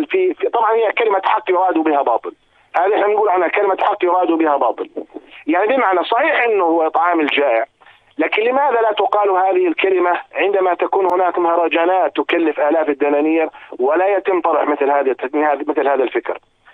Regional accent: Jordan; وهذا حسب الدراسات عندنا في الأردن

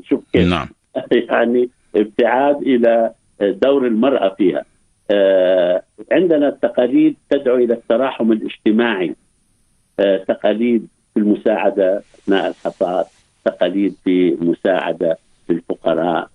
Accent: Jordan; إحنا عندنا بالأردن

